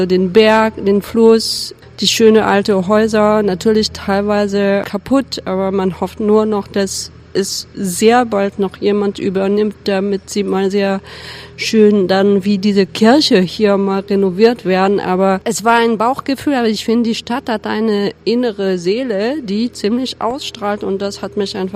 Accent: Paris, Île-de-France, France; moved away as an adult; also born or lived in Berlin / Leipzig; now in Zeitz, Germany; Ich bin in Paris aufgewachsen. Bin mit 20 dann nach Berlin gezogen zum Studieren an der Kunsthochschule in Berlin. Nach einer Weile, 15 Jahre, bin ich nach Leipzig.

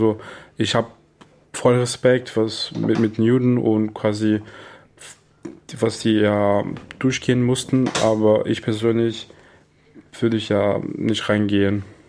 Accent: Brazil; Also, ich kann ja nur von meiner Herkunft jetzt sprechen. Ich komme aus Brasilien natürlich.

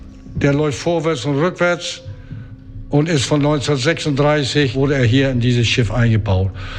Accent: Hamburg, Germany; Ich stamme aus Finkwerder, bin 20 Jahre hier schon Maschinist auf diesem schönen Feuerschiff.

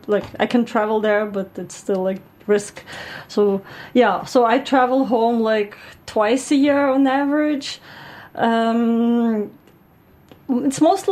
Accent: Ukraine; moved away as an adult; now in Germany; across Ukraine from west to southeast. So like I connected even more with my home country

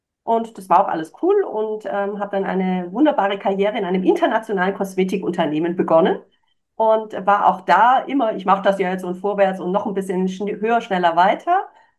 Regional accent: Germany; moved away as an adult; also born or lived in Spain; Als die Schule vorbei war, war klar, dass ich nicht in Deutschland, also ich bin gebürtige Deutsche, bleiben werde, bin sofort nach Spanien gezogen.

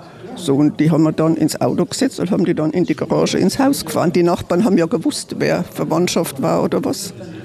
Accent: Thuringia, Germany; accent: Franconian; moved away as an adult; now in Erfurt, Germany; Ja, also eigentlich fränkischer Teil. Ist schön. Aber die Grenze war vor meiner Nase, also zwischen Sonnenberg und Kronach.

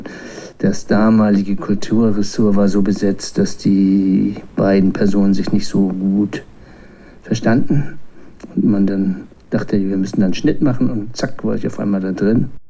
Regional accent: Lüneburg, Lower Saxony, Germany; ich bin in Lüneburg geboren, auf dem Dorf 10 Kilometer weiter aufgewachsen, zum Joanneum gegangen, vorm Abi zu Hause ausgezogen und mich durch Wohngemeinschaften in Stadt und Land geschlagen.

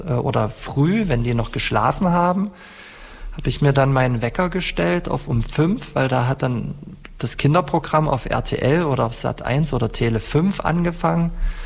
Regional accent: East Germany, Germany; meinen eigenen persönlichen Erinnerungen an meine Kindheit in der DDR und an meine Jugend im wiedervereinigten Deutschland.

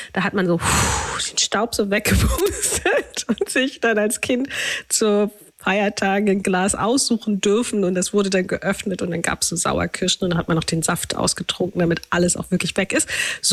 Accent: Germany; Aufgewachsen auf dem Land in der DDR, da hat man angebaut und irgendwie alles noch konserviert.

